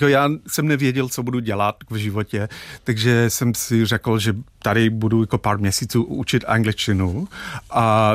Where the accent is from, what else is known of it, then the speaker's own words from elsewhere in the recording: Dublin, Leinster, Ireland; Czech is a second language; now in Czech Republic; malý, hezký středoslavovský dům jako, jako v Dublinu. Jsem tam vyrůstal.